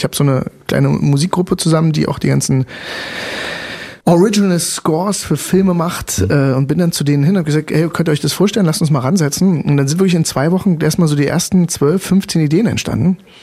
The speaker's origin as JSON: {"language": "German", "country": "Germany", "said": "ich bin Deutscher"}